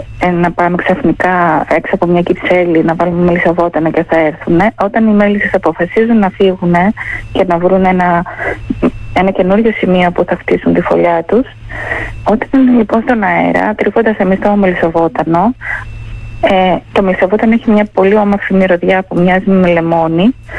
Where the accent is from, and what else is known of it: Artopoula, Epirus, Greece; moved away as an adult